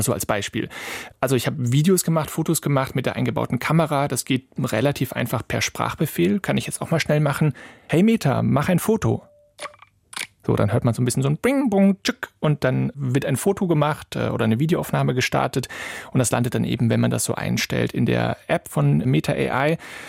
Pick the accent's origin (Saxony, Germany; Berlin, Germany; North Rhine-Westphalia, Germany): North Rhine-Westphalia, Germany; Cologne; Aber ich komme ja aus Köln